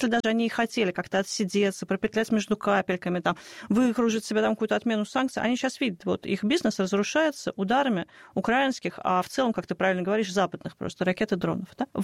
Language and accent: Russian; Moscow, Russia; Я вот коренная москвичка, для меня Никитская.